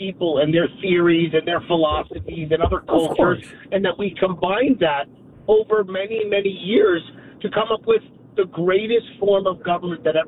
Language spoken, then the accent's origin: English; United States; And when I lived there, it's amazing as an American